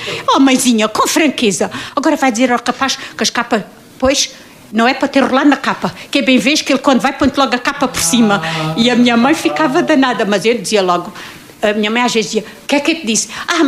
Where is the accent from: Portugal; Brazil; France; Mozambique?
Portugal; Portalegre, Alentejo; sou de Porto Alegre.